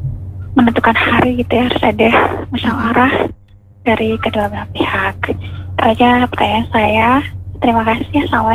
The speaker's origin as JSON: {"language": "Indonesian", "region": "Sulawesi", "country": "Indonesia", "said": "Contoh kayak saya orang Sulawesi, tapi masih ada biasanya kalau pelamaran itu harus melihat hari yang baik gitu ya."}